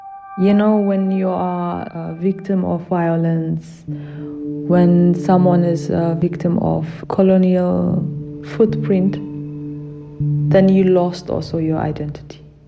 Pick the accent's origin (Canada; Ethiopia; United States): Ethiopia; moved away as an adult; now in Cottbus, Germany; I come from Ethiopia and I'm living here in Cottbus. I'm studying in BTU University.